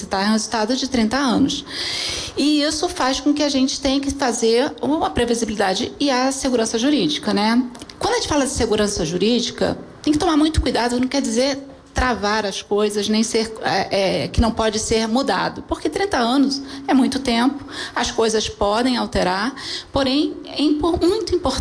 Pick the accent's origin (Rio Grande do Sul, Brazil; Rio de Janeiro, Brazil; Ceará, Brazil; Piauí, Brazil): Rio de Janeiro, Brazil; E nós, como cariocas, né, o que queremos é que cada vez mais a gente seja atrativo.